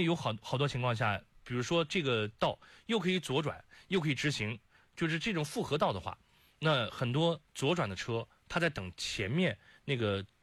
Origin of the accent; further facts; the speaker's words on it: Xuancheng, Anhui, China; now in Bengbu, China; 我人生当中第一个罚单是在我宣城老家的我们家门口的路口